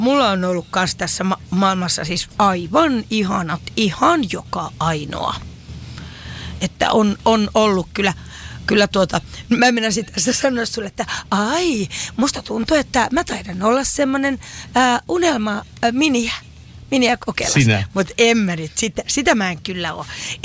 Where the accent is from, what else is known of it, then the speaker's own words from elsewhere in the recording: Marttila, Southwest Finland, Finland; Tiedätkö, mun lapsuudessa, mä muistan tuolla Marttilassa aina